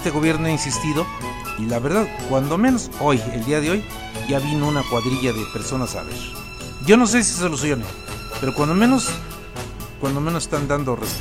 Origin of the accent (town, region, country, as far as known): Mexico